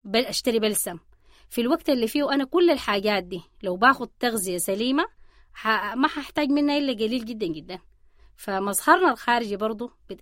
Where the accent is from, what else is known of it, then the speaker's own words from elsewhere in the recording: Sudan; وانت عارفة انه احنا كسودانيين طبعا بنحب اللحمة، بنحب ناكلها في التبيخ في كل نوع خضار